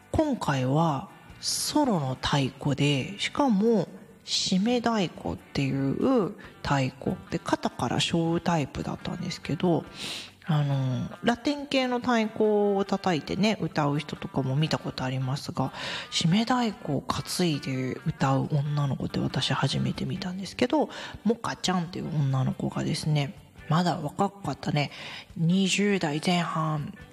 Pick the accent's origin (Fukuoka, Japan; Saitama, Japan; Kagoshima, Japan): Saitama, Japan; 私埼玉で生まれ育った私